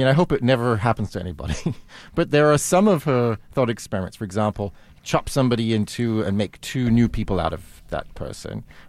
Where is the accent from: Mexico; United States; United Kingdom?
United Kingdom; As a Brit